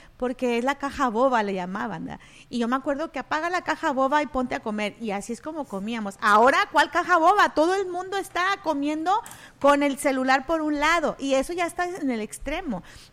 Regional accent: Mexico; yo soy mexicana

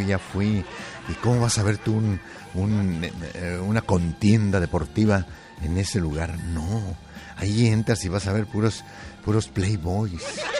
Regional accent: Mexico; nosotros, como somos mexicanos

